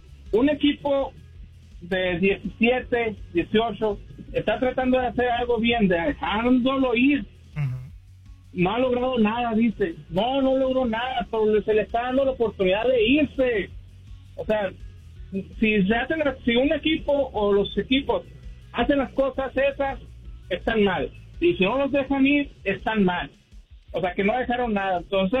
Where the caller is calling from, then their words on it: Tucson, Arizona, United States; de Tucson